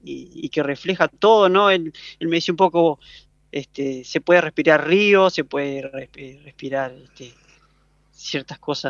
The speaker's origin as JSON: {"language": "Spanish", "town": "Federal", "region": "Entre Ríos", "country": "Argentina", "tie": "born there", "said": "yo nací en la Ciudad Federal."}